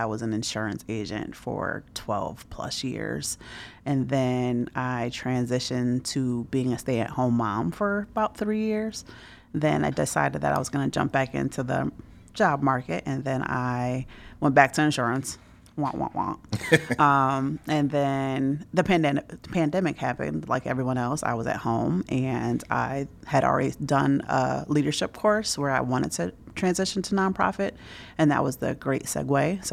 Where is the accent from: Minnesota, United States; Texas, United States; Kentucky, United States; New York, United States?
New York, United States; Rochester; I am from Rochester.